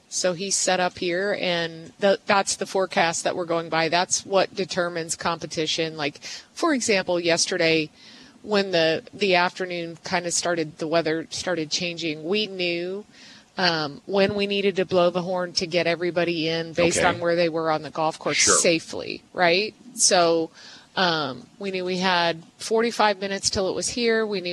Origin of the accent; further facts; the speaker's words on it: Decatur, Illinois, United States; now in Springfield, United States; I'm from Decatur.